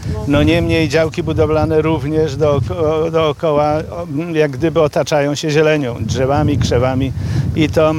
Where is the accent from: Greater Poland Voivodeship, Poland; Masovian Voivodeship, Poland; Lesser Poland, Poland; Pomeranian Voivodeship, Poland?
Pomeranian Voivodeship, Poland; Gdynia; jestem urodzony w Gdyni. W 50 roku